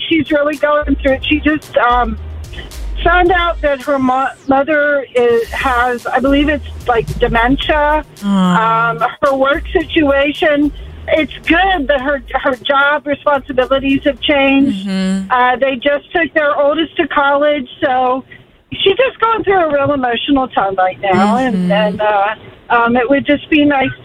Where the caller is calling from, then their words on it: Kidron, Ohio, United States; I am from the Kidron area, which is near Worcester and Doubton and Orville.